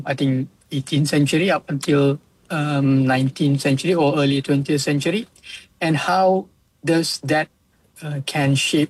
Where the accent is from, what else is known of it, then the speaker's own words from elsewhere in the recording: Malaysia; we as a Malaysian or as a Southeast Asian